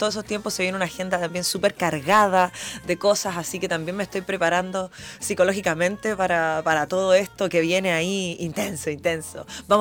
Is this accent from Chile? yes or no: yes; Chile